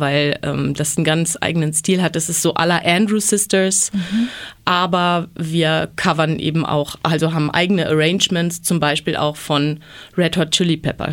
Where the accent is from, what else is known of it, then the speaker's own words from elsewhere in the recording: West Germany, Germany; born there; ich bin eben total im Westen geboren, 1987, mhm. also kurz vor der Wende.